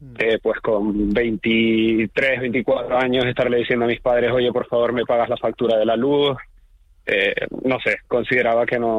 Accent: Tenerife, Canary Islands, Spain; moved away as an adult; yo soy una persona muy muy de mi tierra, muy de Tenerife, y pues no lo daba, porque yo era muy feliz en mi islita

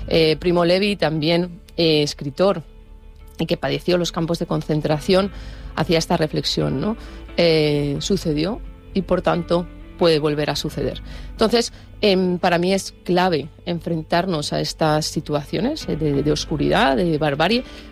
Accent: Madrid, Community of Madrid, Spain; moved away; also born or lived in Canary Islands; Y yo me considero, otro tema con el que estoy trabajando, que me apetece mucho seguir andando sobre él, que soy madrileña, ¿no? Soy una mezcla entre las islas y Madrid.

